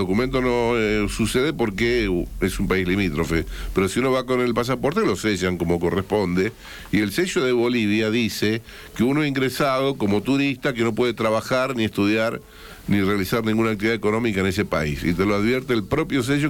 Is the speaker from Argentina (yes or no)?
yes; Argentina; así de racistas somos los argentinos